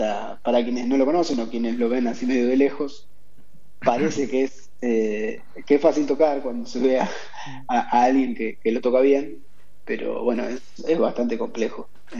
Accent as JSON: {"language": "Spanish", "town": "Chacabuco", "region": "Buenos Aires Province", "country": "Argentina", "tie": "born or raised there", "moved": "as an adult", "lives_now": "La Plata, Argentina", "said": "yo soy de Chacabuco"}